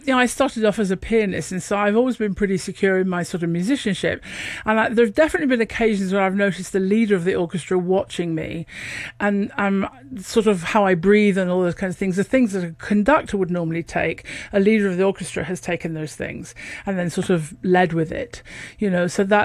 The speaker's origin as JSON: {"language": "English", "town": "Lincoln", "region": "East Midlands", "country": "United Kingdom", "accent": "a bit of Yorkshire, northern", "moved": "yes", "said": "I come from Lincoln, which is about 120 miles north of London. So I have a bit of Yorkshire, but it's definitely north."}